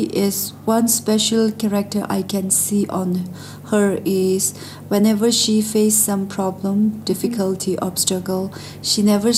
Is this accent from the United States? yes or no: no; Lhasa, Tibet, China; born or raised there; English is a second language